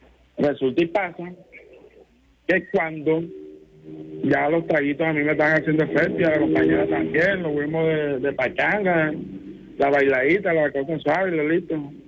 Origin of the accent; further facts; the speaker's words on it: Bolívar, Colombia; O sea, yo vivo acá en Salsa al Valle, pero yo soy costeño. Pues en la región momposina.